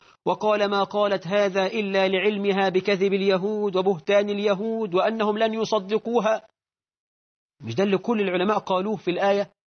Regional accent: Egypt; موجودة عندنا في مصر في منطقة اللسان في دمياط

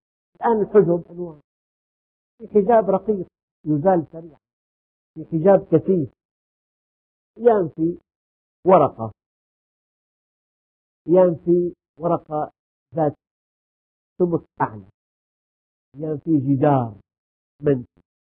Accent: Syria; عندنا في الشام

